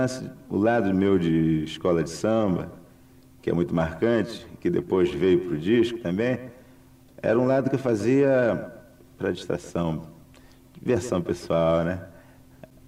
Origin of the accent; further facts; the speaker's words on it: Duas Barras, Rio de Janeiro, Brazil; born there; Nasci em Duas Barras, uma cidade pequenina. Fica a 2 horas do Rio, centro do Rio. É montanha, perto de Friburgo.